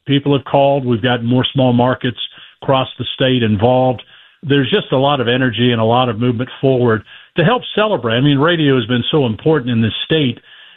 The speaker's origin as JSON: {"language": "English", "town": "Dayton", "region": "Ohio", "country": "United States", "tie": "born or raised there", "said": "when I was growing up in Dayton in the 70s, we took that team for granted."}